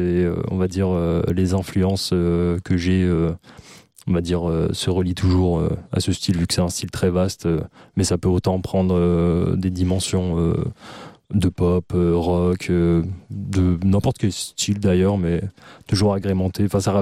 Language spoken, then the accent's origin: French; Auvergne-Rhône-Alpes, France; Du coup, je viens des alentours de Valence. En vrai, je suis un imposteur, je suis ardéchois, je ne viens pas de la Drôme.